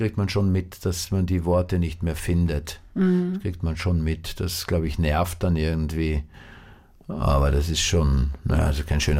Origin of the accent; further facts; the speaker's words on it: Vienna, Austria; ich bin im zweiten Bezirk in Wien aufgewachsen, das ist der Prater, und das war eine sehr, also wie meine Eltern da hingezogen sind, war das eine sehr runtergekommene Gegend, aber mit sehr viel Grün und aber auch mit sehr viel Baulücken